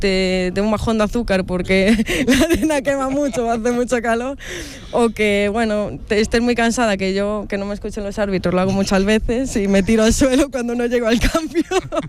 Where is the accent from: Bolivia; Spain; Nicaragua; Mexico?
Spain